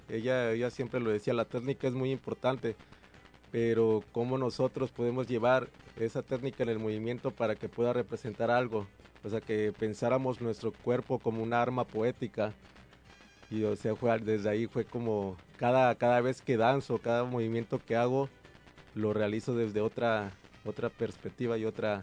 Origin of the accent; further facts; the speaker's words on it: Mexico; como era latinoamericano, en una pantalla salía la bandera de México atrás de mí.